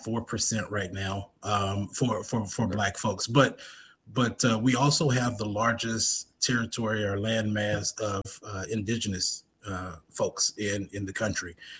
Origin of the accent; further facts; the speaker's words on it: Alexandria, Louisiana, United States; Yeah, so I'm originally from Alexandria, Louisiana. Born and raised there, right in the middle of the state. We call ourselves the heart of Louisiana, Central Louisiana.